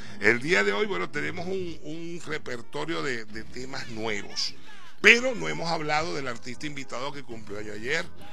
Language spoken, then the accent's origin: Spanish; Maracaibo, Zulia, Venezuela; accent: maracucho; habla tan maracucho como yo o un poquito más